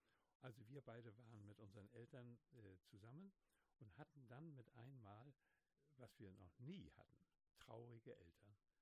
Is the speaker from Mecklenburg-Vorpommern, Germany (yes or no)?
yes; Rostock, Mecklenburg-Vorpommern, Germany; also born or lived in Neustrelitz; Ich bin ja in Neustrelitz geboren, 1933, und nach 2 Jahren kam ich nach Rostock.